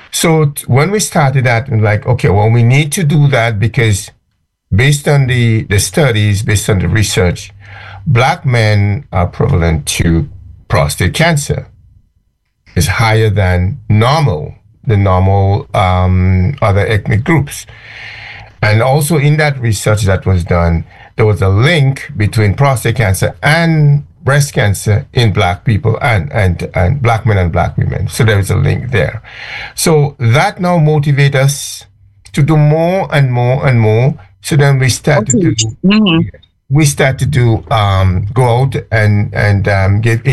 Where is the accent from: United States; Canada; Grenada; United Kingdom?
Grenada; moved away; how we grew up in Grenada